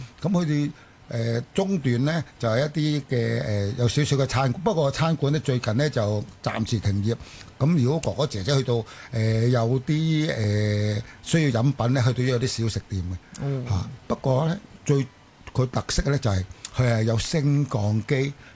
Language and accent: Cantonese; Chaozhou, Guangdong, China; 我都係潮州人。